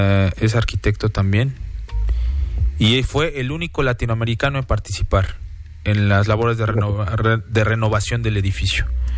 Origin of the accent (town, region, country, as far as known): Mexico